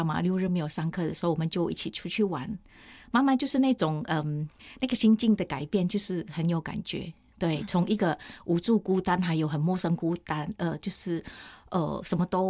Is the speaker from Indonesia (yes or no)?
yes; Indonesia; Chinese is a second language; now in Taiwan; 对，没错没错，感觉是回印尼是度假的啊，